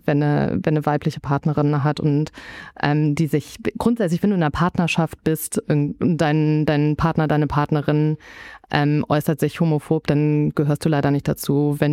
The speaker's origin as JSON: {"language": "German", "town": "Düsseldorf", "region": "North Rhine-Westphalia", "country": "Germany", "said": "Und ich komme aus Düsseldorf und hatte da auch die Nähe zu Köln"}